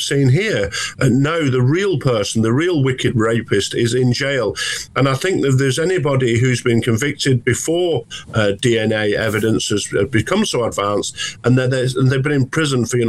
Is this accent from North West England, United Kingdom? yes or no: yes; North West England, United Kingdom; moved away; also born or lived in London; I'm originally from Greater Manchester myself, albeit I served